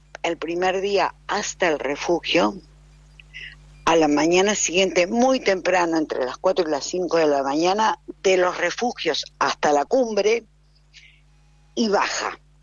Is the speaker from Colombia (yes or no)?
no; San Martín de los Andes, Neuquén, Argentina; born there; Yo soy nacida en San Martín hace muchos años.